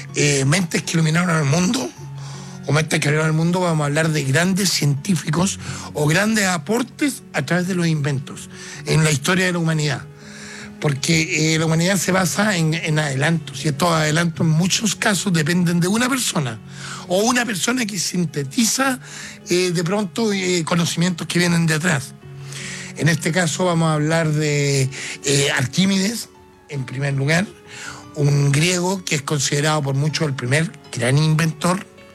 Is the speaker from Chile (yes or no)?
yes; Chile; Es que yo soy bien chileno, a mí me gustan los porotos con renda.